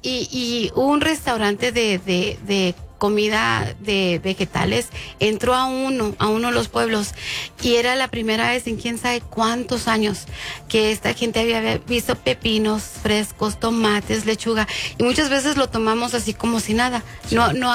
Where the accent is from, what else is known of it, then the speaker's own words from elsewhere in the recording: Chihuahua, Mexico; Yo soy de Chihuahua también